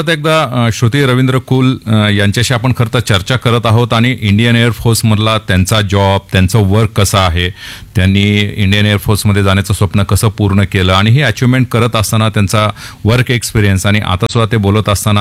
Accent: Tuljapur, Maharashtra, India; तशी ती आमची पण भाची आहे, कारण मी पण तुळजापूरचा आहे, हे आमचे सर्व मित्र कंपनी आहेत

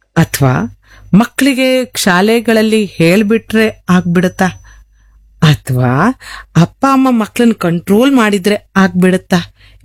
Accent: Kundapura, Karnataka, India

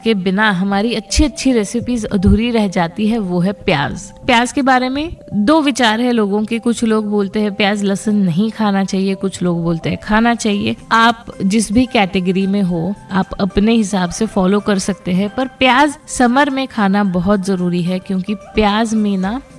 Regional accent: Gujarat, India; हमारे गुजरात में, जैसे मैं गुजराती हूँ, हमारे कल्चर में तो प्याज और कैरी, कच्ची कैरी का कचुंबर खाया जाता है

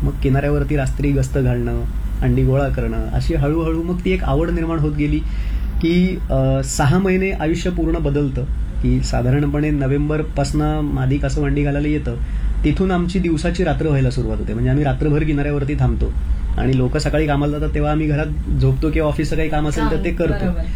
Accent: Velas, Maharashtra, India; also born or lived in Mumbai

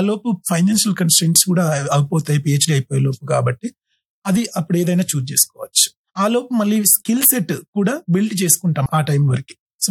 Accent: Karimnagar, Telangana, India; moved away as an adult; also born or lived in Hyderabad; now in United States; నేను కరీంనగర్ నుంచి స్టార్టింగ్లో ఇక్కడ ఉస్మానియా యూనివర్సిటీలో బీటెక్ చేశాను 2008 నుండి 12 వరకు.

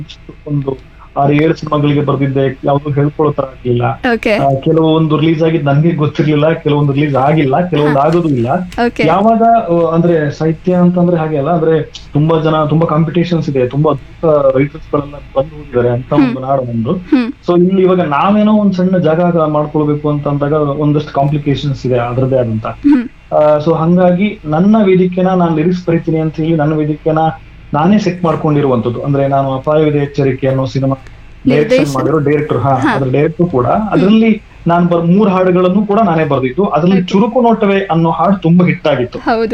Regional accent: Shivamogga, Karnataka, India; ನಾನು ಹುಟ್ಟಿ ಬೆಳೆದಿದ್ದು ಪ್ರದೇಶನೂ ಹಾಗೆ, ಇವಾಗ್ಲೂ ಗೂಗಲ್ ಅಲ್ಲಿ ಹುಡುಕಿದ್ರೆ ತುಂಬಾ ಕಷ್ಟಪಟ್ಟು ತೋರಿಸುತ್ತೆ ಅಂತ ಒಂದು ರಿಮೋಟ್ ಏರಿಯಾದಲ್ಲಿ. ಇವಾಗ್ಲೂ ಕೂಡ ನಮ್ಮೂರಲ್ಲಿ ನೆಟ್ವರ್ಕ್ ಇಲ್ಲ, ತೀರ್ಥಹಳ್ಳಿ ತಾಲೂಕಿಂದ 28 ಕಿಲೋಮೀಟರ್ ಒಳಗಡೆ ಟುವರ್ಡ್ಸ್ ನಗರ ರೂಟಲ್ಲಿ ಬರುತ್ತೆ.

